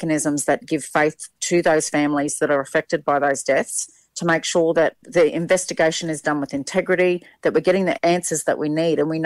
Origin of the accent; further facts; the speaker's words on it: Rockhampton, Queensland, Australia; I remember growing up in Rockhampton and hearing about my grandfather who was active in the community there